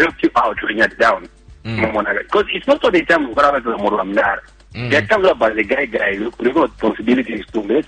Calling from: Kabwe, Central Province, Zambia; Calling from within Kabwe.

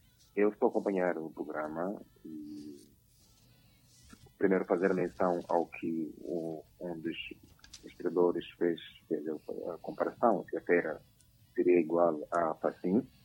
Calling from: Nampula, Mozambique; Falo do Moedir, Nampula.

